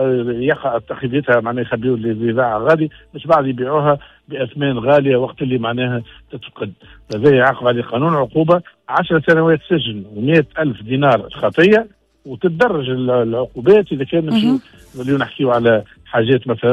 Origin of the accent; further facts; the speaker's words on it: Tunisia; انا كمواطن تونسي